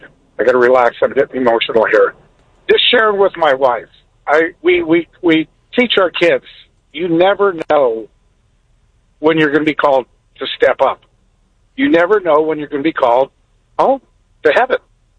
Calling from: Mesa, Arizona, United States; calling from Mesa.

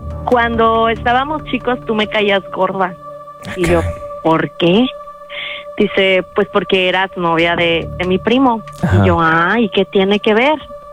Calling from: Puerto Vallarta, Jalisco, Mexico; No, soy de Puerto Vallarta.

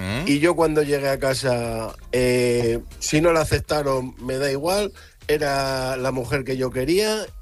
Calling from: Madrid, Community of Madrid, Spain; de Madrid.

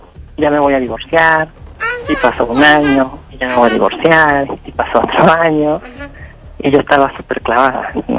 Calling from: Toreo, State of Mexico, Mexico; Tengo 30 y soy del Estado de México, Toreo.

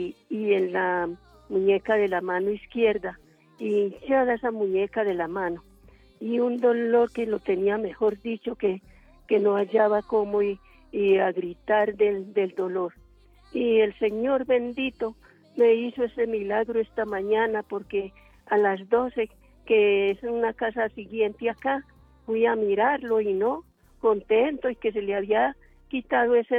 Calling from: Bogotá, Colombia; De aquí de Bogotá, de Bosa, Brasilia.

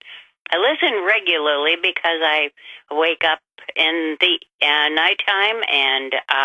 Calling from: Largo, United States; I'm calling from Largo.

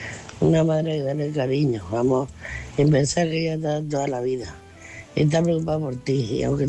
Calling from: Murcia, Region of Murcia, Spain; de Murcia, quería contestar a Manuela.

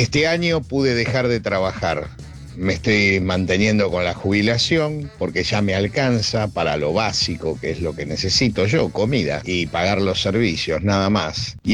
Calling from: Ciudadela, Buenos Aires Province, Argentina; de Ciudadela. Soy jubilado

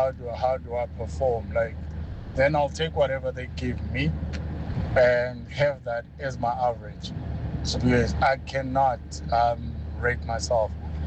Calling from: Gauteng, South Africa; I'm from Gauteng.

